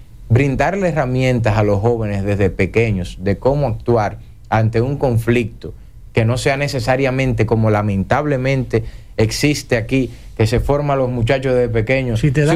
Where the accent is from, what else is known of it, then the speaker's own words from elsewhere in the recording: Dominican Republic; somos todos dominicanos.